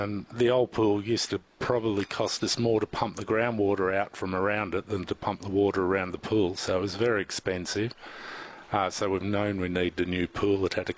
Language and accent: English; Victoria, Australia; moved away as an adult; now in Kununurra, Australia; 92, got sick of growing up in Victoria and had enough cold weather to last a lifetime, so I came up here with my wife, 1 3/4 children, and haven't left.